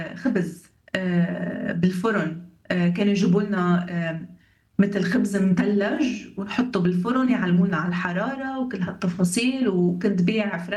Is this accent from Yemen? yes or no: no; Lebanon; also born or lived in Jordan; هلا نحن انا لانه بيي كان يشتغل بالاردن فانا ولدت بالاردن، ولكن انا اهلي اثنيناتهم لبنانيه، فدائما كنا نروح ونجي على الاردن كثير وعلى لبنان كثير، يعني نستقر هون ونستقر هون، لحديت ما استقرينا بلبنان كان عمري تقريبا 13 سنه